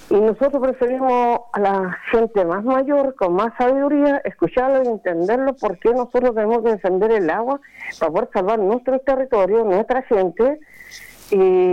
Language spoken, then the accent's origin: Spanish; Cabildo, Valparaíso, Chile; Yo nací y crié en mi pueblo de Cabildo, el sector de San José, donde toda vida he vivido